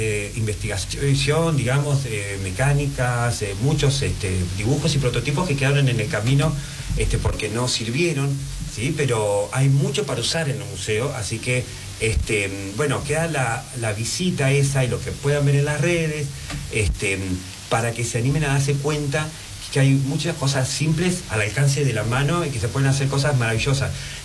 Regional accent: Patagonia, Argentina; Miren que yo soy muy patagónico

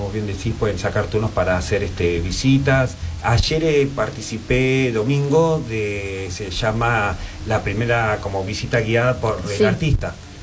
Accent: Patagonia, Argentina

